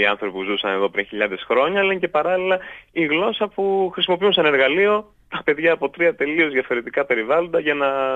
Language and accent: Greek; Greece; αυτά που κάνουμε ως Έλληνες